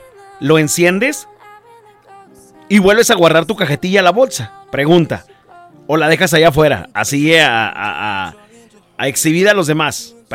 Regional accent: Gómez Palacio, Durango, Mexico; now in Chihuahua, Mexico; Soy originario de Gómez Palacio, Durango, pero estoy en este bello estado que se llama Chihuahua por trabajo.

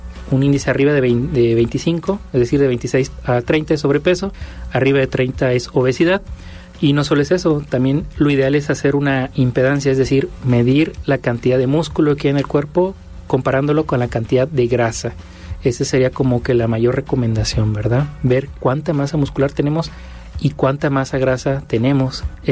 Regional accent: Mexico; como mexicanos no tenemos una muy buena cultura de cómo alimentarnos

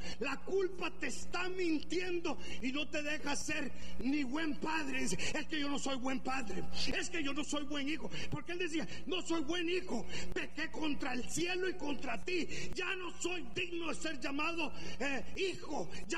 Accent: Honduras; now in Dallas, United States; Si oye una palabra hondureña, es porque ya sabe usted, soy de Honduras.

